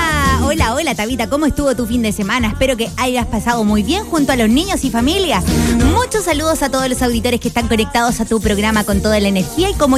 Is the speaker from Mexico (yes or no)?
no; Dominican Republic; Cuídense mucho y soy de la RD.